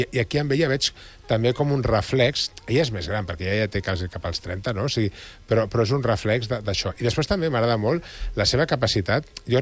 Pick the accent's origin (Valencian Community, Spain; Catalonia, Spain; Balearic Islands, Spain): Catalonia, Spain; L'Hospitalet de Llobregat; Jo soc d'Hospitalet, no? Ja l'hi deia abans a la Carme, no? I un punt flamenquillo d'Hospitalet també el porto.